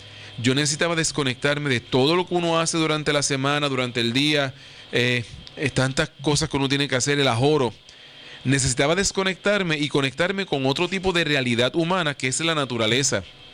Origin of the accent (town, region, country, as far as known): Puerto Rico